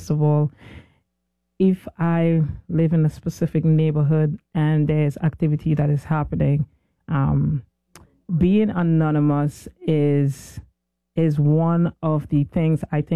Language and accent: English; Trinidad & Tobago; Trinidad.